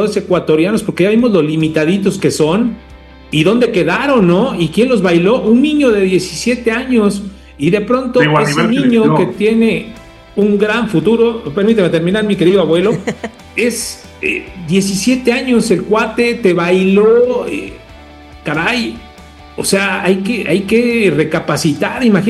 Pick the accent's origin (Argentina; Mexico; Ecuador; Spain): Mexico; soy mexicano